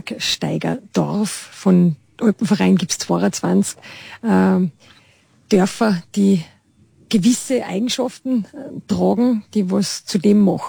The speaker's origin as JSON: {"language": "German", "region": "Bavaria", "country": "Germany", "said": "aber natürlich als Bayerin weiß man ganz genau, welchen Charakter welcher Gars hat."}